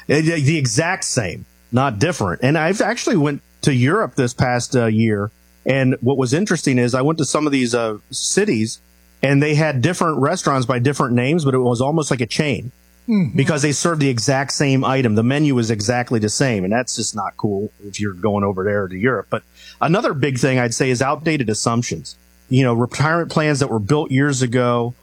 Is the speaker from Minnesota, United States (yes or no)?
no; Cincinnati, Ohio, United States; moved away as an adult; now in Florida, United States; I'm from the Midwest, so I went to a school in Cincinnati, Ohio, St. Xavier High School.